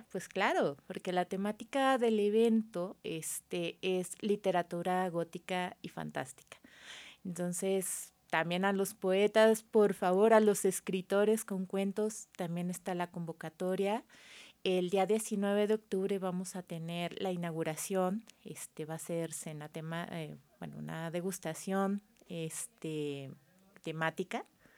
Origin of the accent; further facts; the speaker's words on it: Mexico City, Mexico; moved away as an adult; now in Zacatecas, Mexico; Yo soy de Ciudad de México.